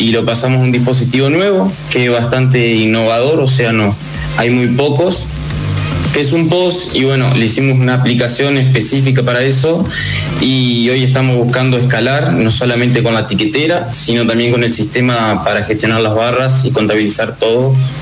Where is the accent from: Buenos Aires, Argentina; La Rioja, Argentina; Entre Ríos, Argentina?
Entre Ríos, Argentina; Viale; yo soy de Viale